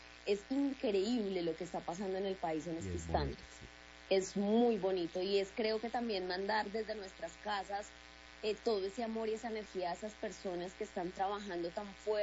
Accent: Colombia; Quienes estamos y que vivimos esto y somos colombianos, estamos atravesando la tristeza.

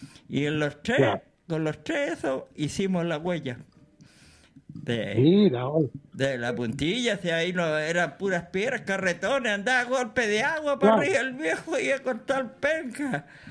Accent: Isla de Maipo, Santiago Metropolitan Region, Chile; Entonces yo ahí ya me vine a la isla de Maipo.

